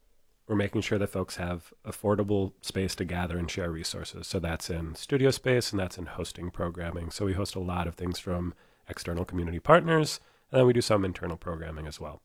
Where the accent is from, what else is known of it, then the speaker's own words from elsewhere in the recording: Racine, Wisconsin, United States; now in Texas, United States; I come to Texas by way of Wisconsin. I'm from Racine.